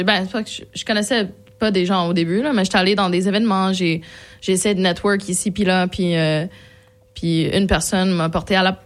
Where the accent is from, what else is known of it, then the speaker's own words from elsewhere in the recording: Indonesia; J'ai grandi en Indonésie.